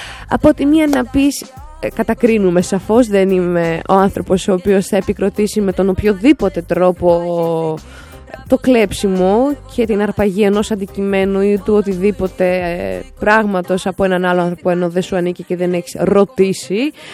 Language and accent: Greek; Greece; also born or lived in Slavic regions (birthplace); Δεν είχα την τύχη να γεννηθώ εδώ, γεννήθηκα σε Σλάβη και σε δάφους, δεν θα τοποθετηθώ γεωπολιτικά. Θα πω σε Σλάβικες, τέλος πάντων, περιοχές. Παρ' όλα αυτά κατάγομαι από Έλληνες. Μεγάλωσα εδώ από τα 5 μου